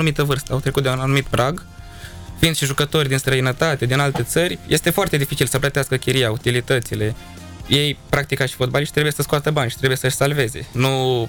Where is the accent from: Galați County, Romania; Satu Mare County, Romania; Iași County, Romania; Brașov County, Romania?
Iași County, Romania; Iași; suntem ieșeni și că ne mândrim